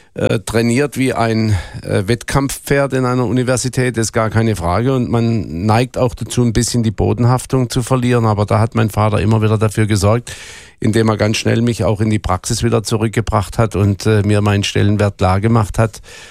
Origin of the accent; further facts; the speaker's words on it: Freiburg im Breisgau, Baden-Württemberg, Germany; Ich bin Südpartner und in der Nähe der Schweiz eigentlich geboren und aufgewachsen, in Freiburg, im Breisgau geboren. Und meine Wurzeln sind auch ein bisschen in der Schweiz. Ich habe Verwandtschaft im Aargau.